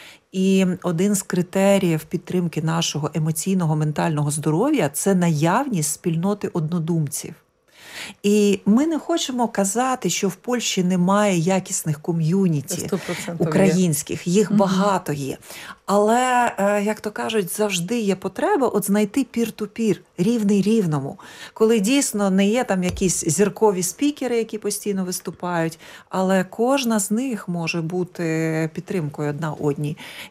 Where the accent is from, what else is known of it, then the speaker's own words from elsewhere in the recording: Kyiv, Ukraine; Я з Києва, я живу в Києві вже більше 30 років